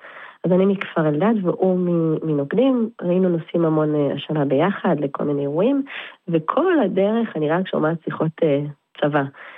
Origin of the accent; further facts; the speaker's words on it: Neve Daniel, West Bank, Palestine; גדלנו בנווה דניאל.